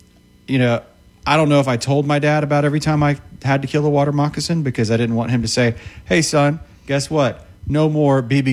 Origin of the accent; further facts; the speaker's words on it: Jacksonville, Florida, United States; Growing up in Jacksonville. Growing up in Jacksonville. They were everywhere